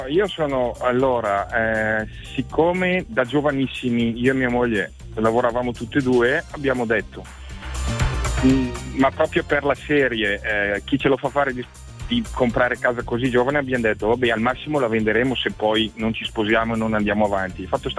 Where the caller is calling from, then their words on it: Lombardy, Italy; Provincia di Cremona.